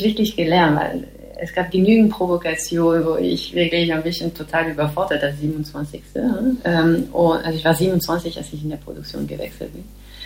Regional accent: France; German is a second language; now in Germany; ich bin eine Frau, ich bin Französin.

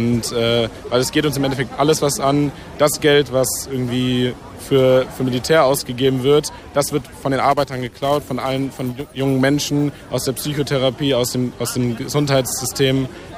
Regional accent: Marburg, Hesse, Germany; Also wir kommen aus Marburg, ja, und wir sind eben hierher gefahren heute

